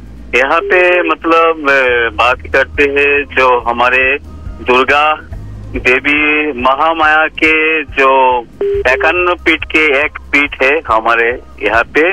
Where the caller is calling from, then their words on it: Ramkrishna Nagar, Assam, India; और मेरा गांव का नाम है राम कृष्ण नगर, डिस्ट्रिक्ट भूमि असम से तालुका है।